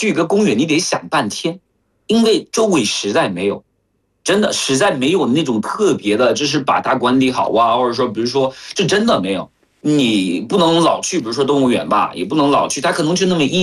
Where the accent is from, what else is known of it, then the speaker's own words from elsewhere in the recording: Cameroon; Chinese is a second language; 我是来自喀麦隆的